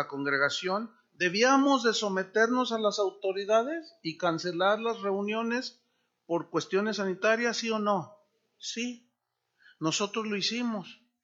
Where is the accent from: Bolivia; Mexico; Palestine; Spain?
Mexico; Guadalajara, Jalisco; moved away; allá en México, el gobierno de allí del estado de donde yo vengo, de Guadalajara, en Jalisco